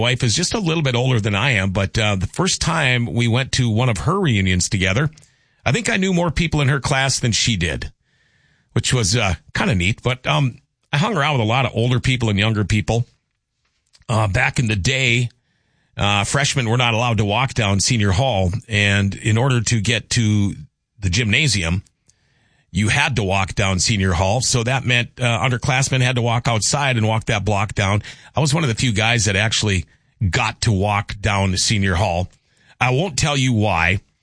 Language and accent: English; Crookston, Minnesota, United States; also born or lived in Thief River Falls, Minnesota; growing up in Crookston, Thief River Falls